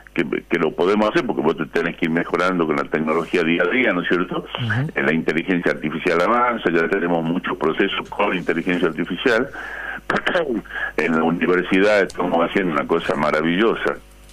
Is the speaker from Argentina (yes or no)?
yes; northern Argentina, Argentina